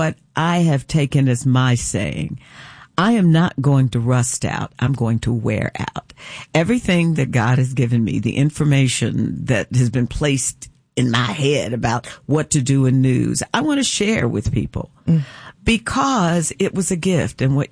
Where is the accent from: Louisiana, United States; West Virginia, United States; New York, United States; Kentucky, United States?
Kentucky, United States; Louisville; So, you know, I grew up in Smoketown in Louisville, Kentucky.